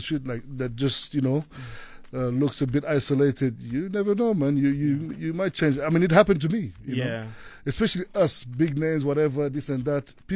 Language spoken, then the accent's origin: English; Bria, Haute-Kotto, Central African Republic; moved away; But I grew up in Bria, which is 600 kilometers away from the capital city, Bangui, where we were kind of like the only light-skinned or white people in the area.